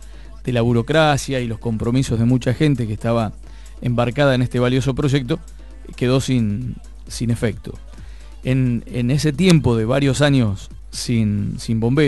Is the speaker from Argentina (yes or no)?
yes; Argentina